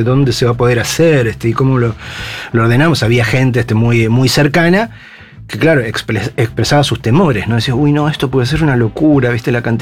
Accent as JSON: {"language": "Spanish", "country": "Argentina", "said": "los que nos consideramos parte del pueblo argentino"}